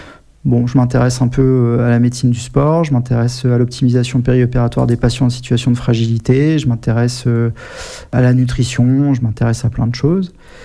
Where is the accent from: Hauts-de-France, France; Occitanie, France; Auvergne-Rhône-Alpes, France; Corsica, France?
Hauts-de-France, France; Amiens; moi, je suis originaire d'Amiens.